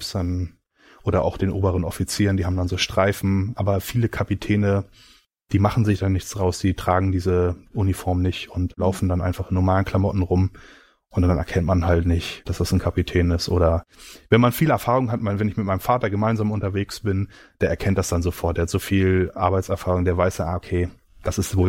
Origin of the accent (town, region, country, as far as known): Germany